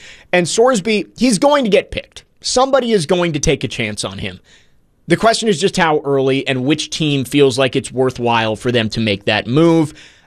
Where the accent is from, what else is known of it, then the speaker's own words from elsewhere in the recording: Virginia, United States; like, I'm from Northern Virginia, where we had Wawas everywhere.